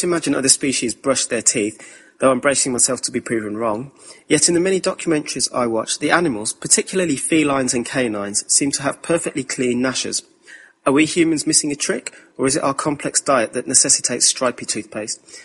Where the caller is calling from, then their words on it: London, United Kingdom; I'm from London.